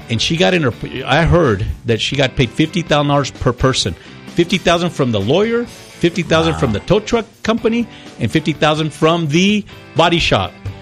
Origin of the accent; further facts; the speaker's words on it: El Paso, Texas, United States; English is a second language; Of course, I'm from here. You know, I grew up in El Paso. I'm from El Paso. You know, I started here at AO Elementary in the Segundo Barrio.